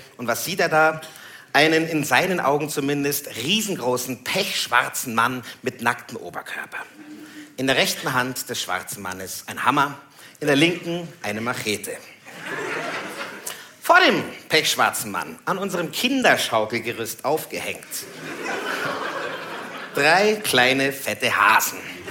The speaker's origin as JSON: {"language": "German", "town": "Puchheim", "region": "Bavaria", "country": "Germany", "said": "Und ich bin auch nicht aus München eigentlich, ich bin aus Puchheim."}